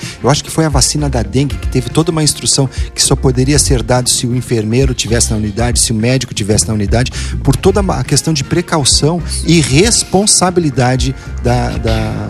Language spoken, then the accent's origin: Portuguese; Porto Alegre, Rio Grande do Sul, Brazil; Eu lembro quando eu era pequeno, quando eu era criança, lá no Cipriano, Porto Alegre, quando eu era piá, né